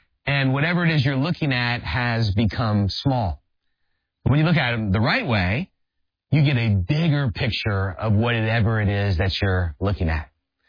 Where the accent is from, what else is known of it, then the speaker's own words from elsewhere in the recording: New Orleans, Louisiana, United States; So I grew up in New Orleans area. LSU was the college team that we rooted for.